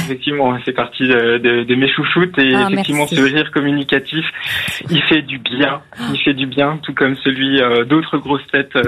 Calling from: Grand Est, France; J'habite en Alsace.

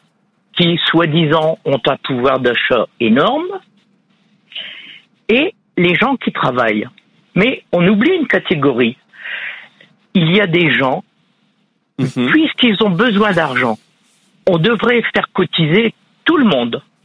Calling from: Hauts-de-France, France; De l'Aisne.

